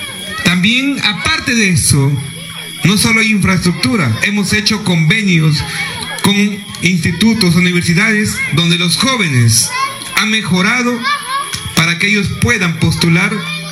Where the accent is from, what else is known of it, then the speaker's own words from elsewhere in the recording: Peru; Soy copaíno, tengo 46 años